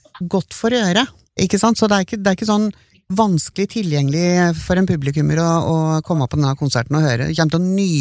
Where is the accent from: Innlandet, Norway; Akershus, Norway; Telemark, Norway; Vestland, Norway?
Innlandet, Norway; Øyer; Vi må vel si innlandet da, for innlandet nå, ja. Jeg kommer jo fra Øyer.